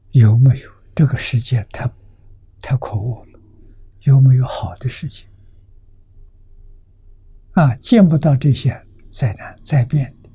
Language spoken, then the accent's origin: Chinese; China; 在过去，我们中国人，特别是佛教里的，称西方，都称西域。